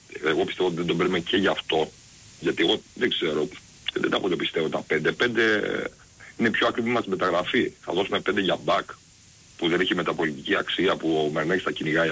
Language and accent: Greek; Chania, Crete, Greece; από τα Χανιά είμαι, σου είπα. Είμαι από τα Χανιά.